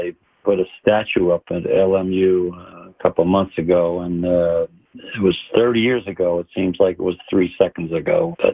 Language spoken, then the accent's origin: English; Philadelphia, Pennsylvania, United States; two Philly boys who are from my hometown, and I finally meet them in Los Angeles.